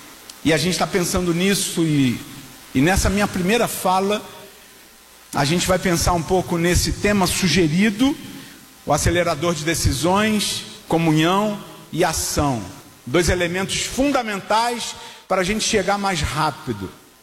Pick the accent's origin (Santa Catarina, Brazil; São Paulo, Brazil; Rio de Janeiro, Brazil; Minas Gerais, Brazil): Rio de Janeiro, Brazil; eu sou do Rio